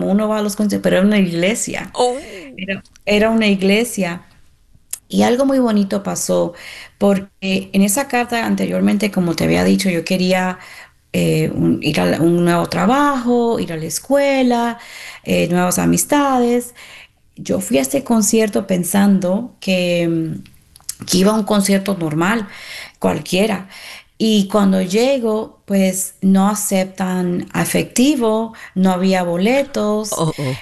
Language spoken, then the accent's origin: Spanish; Miami, Florida, United States; moved away as an adult; now in Texas, United States; Yo soy de Miami, esto fue en Miami, yo trabajaba en Sony Music en South Beach, en Miami.